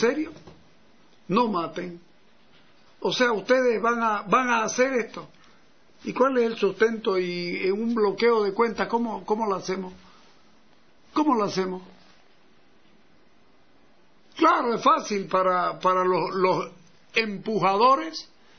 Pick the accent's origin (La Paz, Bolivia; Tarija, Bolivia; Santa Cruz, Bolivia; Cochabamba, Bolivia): Santa Cruz, Bolivia; soy un convencido que Santa Cruz es mi patria y Bolivia es mi país. Y que es difícil ser boliviano siendo cruceño.